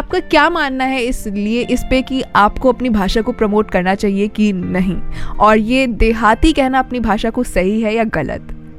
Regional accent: Gonda, Uttar Pradesh, India; हम सब हैं उत्तर प्रदेश से, और उत्तर प्रदेश में अभी गोंडा से हैं

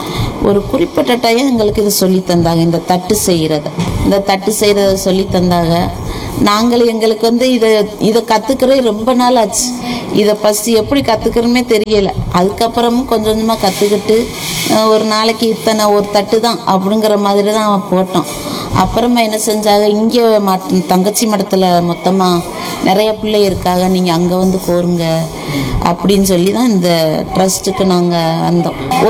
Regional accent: Pamban, Tamil Nadu, India; நான் பாமனை சேர்ந்தவர். என் வயசு வந்துதான் 49 வயசு இருக்கும்.

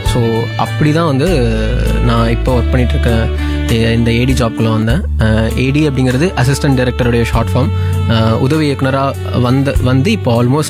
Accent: Tiruppur, Tamil Nadu, India; என்னோட சொந்த ஊர் திருப்பூர்.

